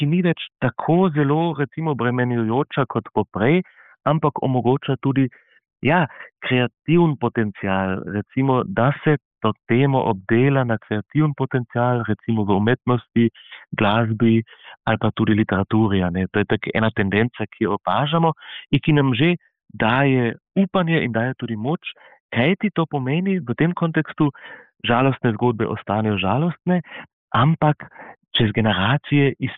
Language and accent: Slovenian; Carinthia, Austria; Koroški Slovenci, koroške Slovenke smo tu pretrpeli